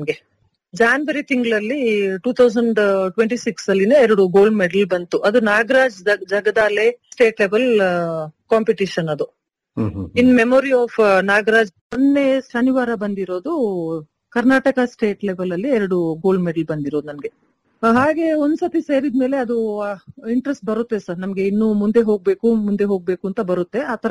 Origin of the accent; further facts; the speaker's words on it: Ammathi, Karnataka, India; ನಾನು ಅಮ್ಮತ್ತಿಯವಳು ಸರ್, ಆನಂದ್ಪುರ ನಾನು ಹುಟ್ಟಿ ಬೆಳೆದಿರೋ ಊರು ಅಮ್ಮತ್ತಿ ಹತ್ರ.